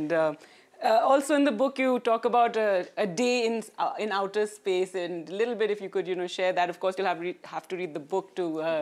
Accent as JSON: {"language": "English", "town": "Dehradun", "region": "Uttarakhand", "country": "India", "tie": "born or raised there", "said": "Dehradun, which incidentally is my hometown"}